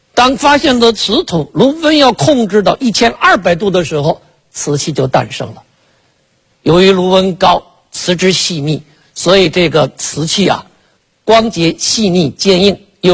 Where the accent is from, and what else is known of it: China